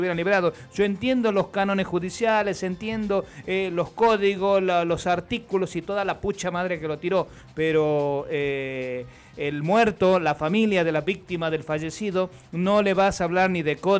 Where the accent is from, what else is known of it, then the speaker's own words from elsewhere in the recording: Tucumán, Argentina; como humano, como padre, como tucumano